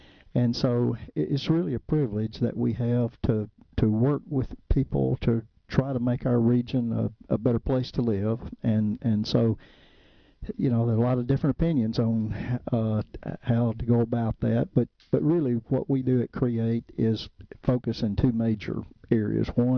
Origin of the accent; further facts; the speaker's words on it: Amory, Mississippi, United States; I grew up in Amory